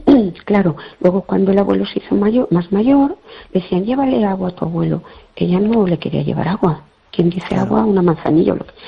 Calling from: Fene, Galicia, Spain; Hola, buenas noches … de Fene. ¿Qué tal?

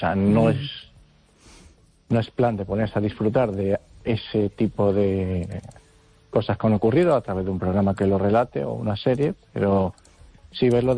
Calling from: Vigo, Galicia, Spain

